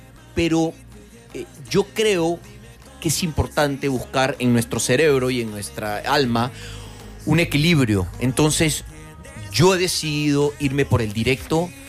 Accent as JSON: {"language": "Spanish", "country": "Peru", "moved": "yes", "lives_now": "Spain", "said": "si yo he llegado a España como peruano a tocar puertas"}